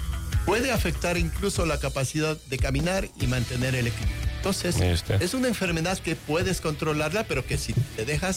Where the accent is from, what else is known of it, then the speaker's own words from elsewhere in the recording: Ecuador; hay que sentirse muy orgulloso de ser ecuatoriano.